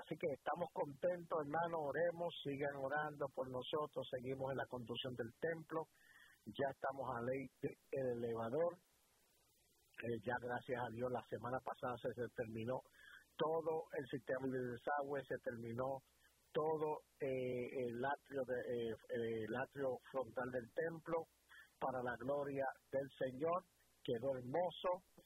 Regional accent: Caguas, Puerto Rico; el pueblo donde yo me crié, el pueblo que me vio crecer, aquí en Caguas, Puerto Rico, en el barrio Río Caña, que por ahí cerquitita, yo me crié en el barrio La Mesa, y estudié ahí

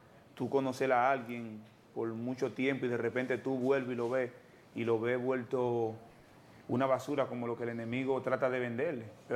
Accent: Jimaní, Independencia, Dominican Republic; Sí. Venimos de la provincia de Jimaní, provincia de Independencia. Allá era un apasionado, como le estaba diciendo ahorita.

